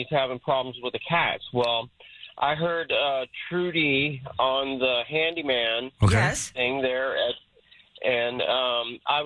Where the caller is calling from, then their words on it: Kingsbury, Texas, United States; Kingsbury, Texas.